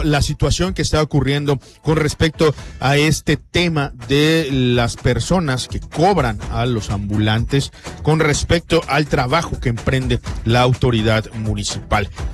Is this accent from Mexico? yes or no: yes; Mexico